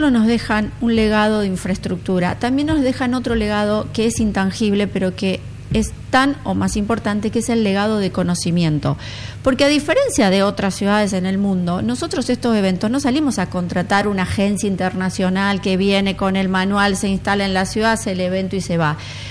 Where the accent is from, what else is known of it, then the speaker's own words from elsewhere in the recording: Rosario, Santa Fe, Argentina; somos la ciudad de Messi, somos la ciudad Angelito Di María.